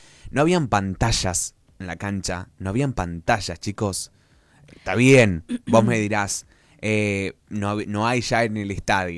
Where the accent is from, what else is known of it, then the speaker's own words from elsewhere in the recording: Argentina; como argentino y como persona no fanática del fútbol, porque no lo soy, pero sí... como televidente y como, bueno, persona que vive en la Argentina